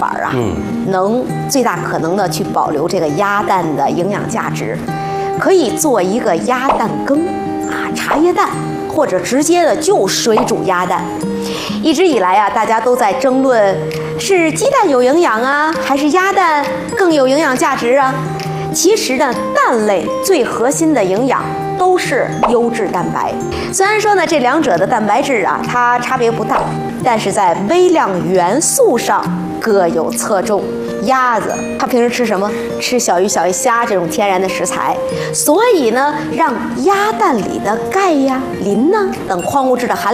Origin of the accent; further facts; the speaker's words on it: northern China, China; 像咱们北方呢大多是用盐水浸泡腌制。